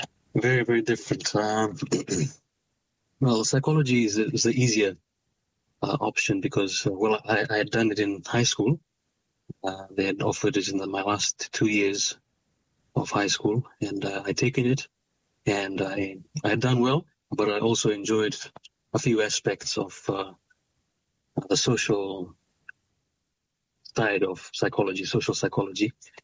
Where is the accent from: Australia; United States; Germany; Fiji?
Fiji; Suva, Central Division; Yes, I did. I'm born and raised near Suva, capital city of Fiji. Did all my education in Suva